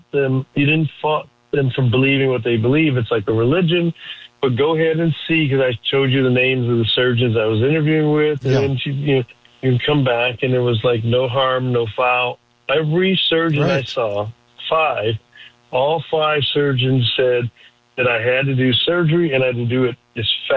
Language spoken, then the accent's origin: English; Chicago, Illinois, United States; Well, I think now from my hometown, I know Chicago.